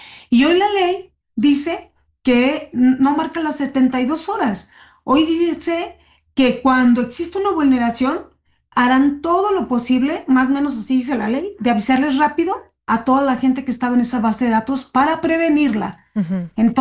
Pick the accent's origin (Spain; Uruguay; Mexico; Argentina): Mexico; No somos tontos los mexicanos, sabemos cuál es la información que no se puede dar a conocer